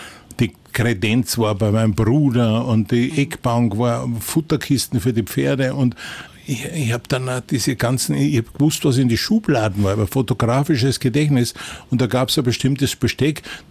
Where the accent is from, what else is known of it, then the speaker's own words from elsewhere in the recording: Wilhelmsburg, Lower Austria, Austria; Ich bin ja in der Wohnung aufgewachsen in Wilhelmsburg. Und das ist also eine Gemeindebauwohnung und wir waren ja vier Personen, Vater, Mutter, mein Bruder und ich. Und wir sind dort aufgewachsen